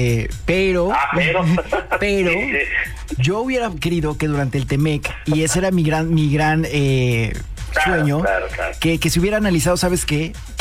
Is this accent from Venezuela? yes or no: no; Mexico